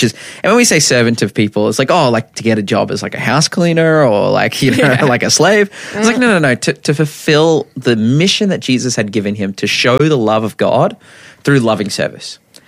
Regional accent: Lake Macquarie, New South Wales, Australia; we came from Wonji, you know, like, that was where you know, coming down from Lake Mac

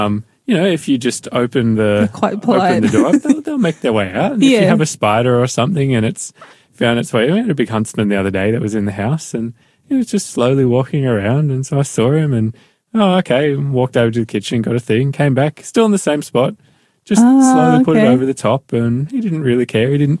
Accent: Newcastle, New South Wales, Australia; So even I remember growing up in Newcastle, like if you left the front door or something open on your house and it was a warm day, you'd have stacks of flies coming in the door

